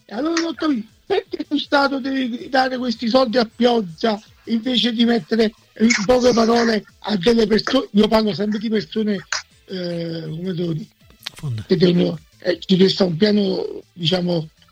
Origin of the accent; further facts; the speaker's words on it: Portici, Campania, Italy; e mi ricordavo un tavolo tondo che avevo quando ero piccolo, che abitavamo a Portici.